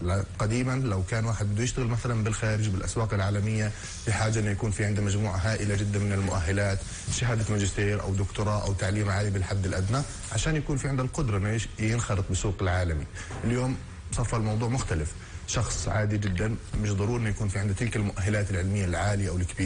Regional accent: Palestine; احنا كفلسطينيين

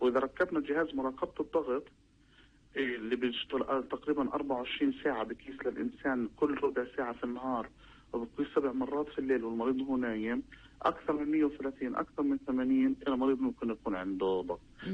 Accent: Palestine; احنا عندنا في فلسطين

